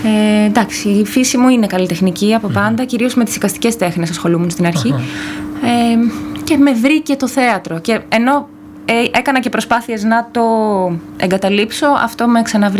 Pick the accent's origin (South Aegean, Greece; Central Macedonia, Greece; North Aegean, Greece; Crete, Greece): Central Macedonia, Greece; Thessaloniki; moved away as an adult; now in Ioannina, Greece; Έρχομαι από Θεσσαλονίκη.